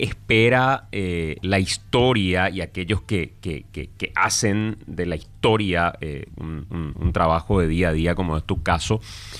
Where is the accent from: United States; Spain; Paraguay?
Paraguay